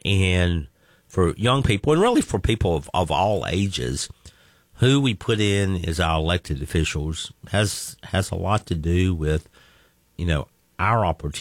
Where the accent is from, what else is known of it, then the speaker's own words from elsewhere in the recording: Madison County, Alabama, United States; since I'm from Madison County.